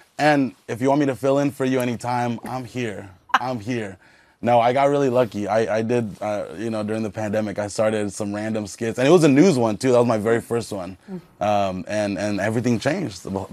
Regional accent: Hanford, California, United States; moved away; my hometown of Hanford

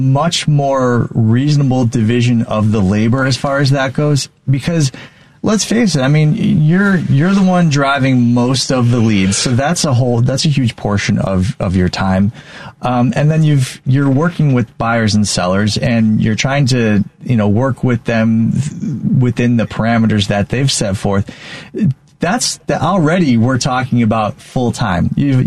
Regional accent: Chicago, Illinois, United States; I'm glad as a Chicagoan that we have more than one set of eyeballs

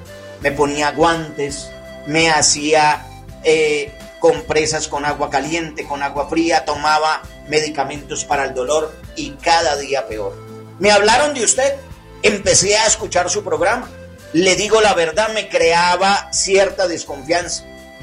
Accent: Pomona, California, United States; Soy de aquí, de Pomona.

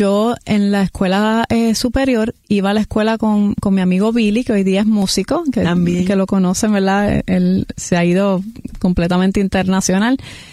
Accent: Puerto Rico; Siempre canté en la iglesia de jovencita. De hecho, de niña, aquí en Puerto Rico, con mis dos hermanas

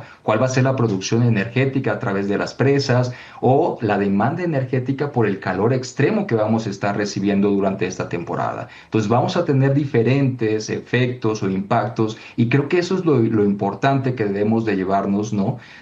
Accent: Tabasco, Mexico; Yo soy de Tabasco

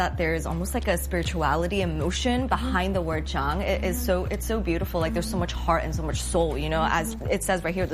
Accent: Hong Kong; I'm Chinese, I'm from Hong Kong. So in Cantonese it's jjang

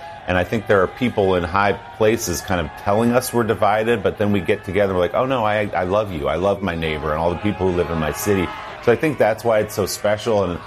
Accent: New Jersey, United States; And just to prove my cred on this, I grew up in New Jersey.

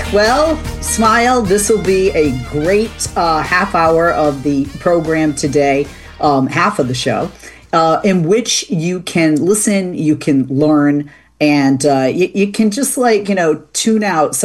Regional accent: Boston, Massachusetts, United States; accent: Boston; My Boston accent is going to come out in your last name, so it works out better that way.

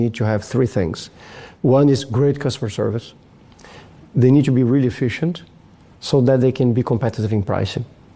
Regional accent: Brazil; English is a second language; So crisis for me, to be honest, is not a test. I come from Brazil, right? As an airline CEO in Brazil, 1 year exchange rate devaluation.

